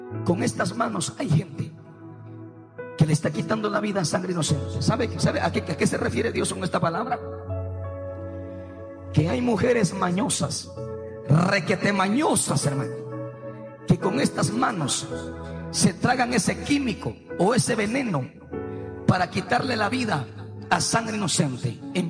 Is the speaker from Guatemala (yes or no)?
yes; Guatemala; Y amo a Guatemala, hermano. Porque soy guatemalteco.